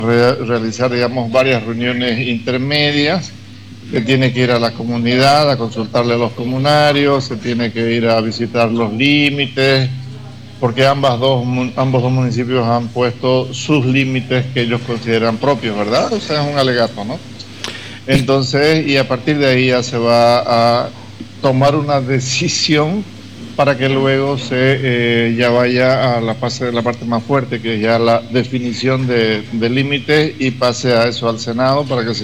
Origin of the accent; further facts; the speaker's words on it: Pampa Grande, Santa Cruz, Bolivia; soy de Pampa Grande, ¿cierto? Pero también tengo familia en el otro lado.